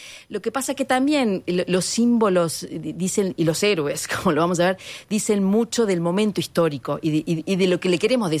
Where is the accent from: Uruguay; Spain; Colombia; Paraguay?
Uruguay; interior; now in Montevideo, Uruguay; si yo que era del interior tenía que ir al acto patrio del liceo de mi pueblo y pedir la constancia para traer acá a Montevideo